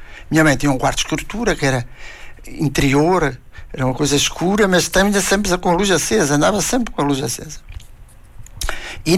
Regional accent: Portugal; E eu sou de uma aldeia de Minas de Jaltos, que era uma aldeia mineira, entre as montes.

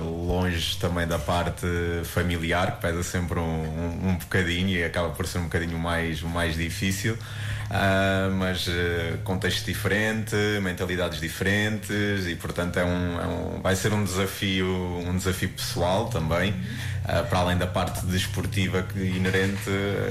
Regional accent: Covilhã, Centro, Portugal; moved away as an adult; now in Santa Maria, Azores, Portugal; Eu sou natural da Covilhã, distrito de Castelo Branco, no continente

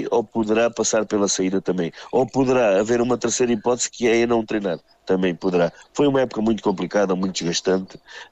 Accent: Algarve, Portugal; Eu sou do Algarve

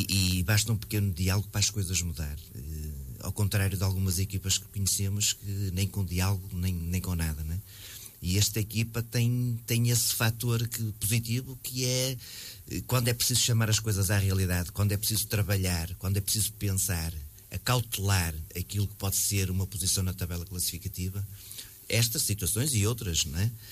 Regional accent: Paredes, Porto, Portugal; É claro que a minha terra é o Paredes, não é? O meu clube é Paredes.

